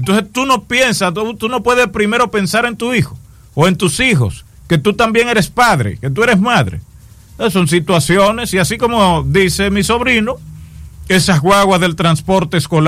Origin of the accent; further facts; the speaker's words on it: Dominican Republic; nosotros como dominicanos